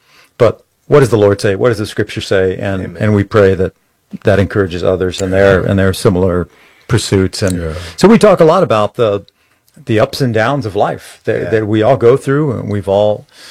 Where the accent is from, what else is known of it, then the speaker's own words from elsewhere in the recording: San Antonio, Texas, United States; I grew up here in San Antonio